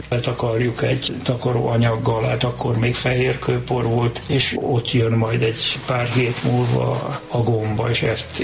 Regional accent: Budapest, Hungary; 47-ben születtem Budapesten, egy pincelakásban éltem 10 évig szüleimmel.

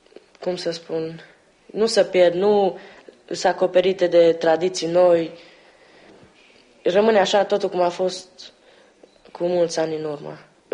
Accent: Pusztaottlaka, Békés, Hungary; Sunt din Otla Căpustă, originar din județul Cluj, localitatea Turda.

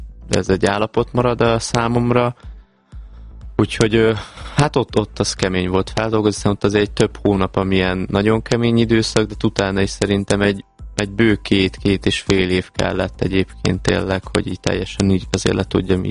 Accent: Nagyváty, Baranya, Hungary; ugye a apukám maradt otthon a bátyámmal ugye Pécs mellett, Nagyvátyon, ugye a szülőfalumba

